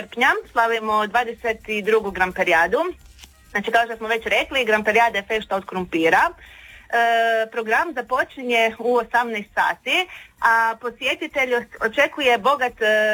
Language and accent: Croatian; Kaštelir, Istria County, Croatia; samo kod nas u Kašteliru se za krumpir kaže gramper.